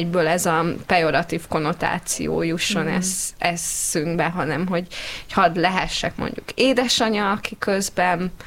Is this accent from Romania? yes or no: yes; Székely Land, Romania; én Székelyföldön nőttem fel, ott nagyon gyakori az, hogy édesanyának szólítják a gyerekeket.